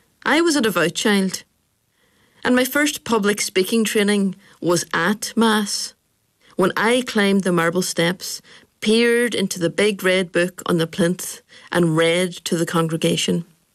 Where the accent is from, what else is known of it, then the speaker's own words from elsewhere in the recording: County Donegal, Ireland; When I was growing up in East Donegal